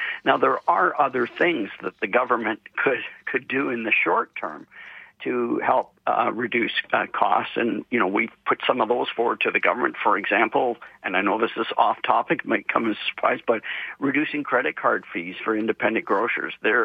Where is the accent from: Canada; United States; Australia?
Canada; I'm saying as a Canadian